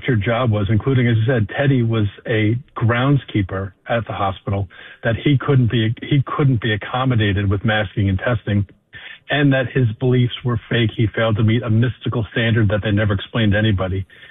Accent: New York City, New York, United States; now in New Jersey, United States; I'm originally from Staten Island of Brooklyn.

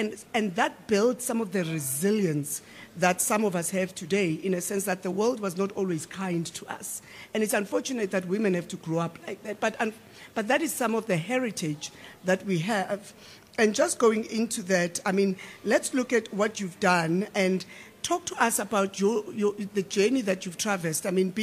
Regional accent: Soweto, Gauteng, South Africa; I grew up in a township in Soweto

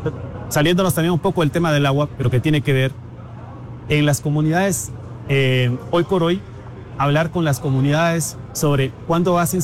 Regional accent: San Agustín Acasaguastlán, El Progreso, Guatemala; Personalmente soy de San Agustín, Casahuastlán

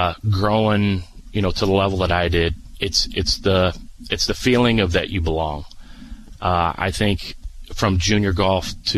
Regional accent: Rochester, United States; moved away as an adult; also born or lived in Jupiter, Florida; So I grew up in Rochester.

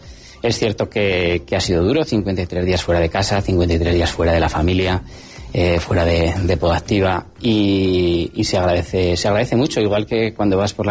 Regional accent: Huesca, Aragon, Spain; Pues un orgullo, y nosotros somos muy de Huesca

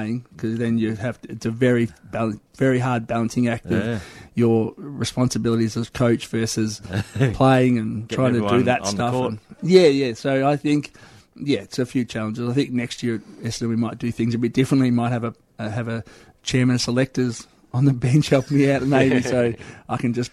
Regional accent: Ballarat, Victoria, Australia; so for growing up in country Victoria, I grew up in Ballarat. Mum and Dad are still there

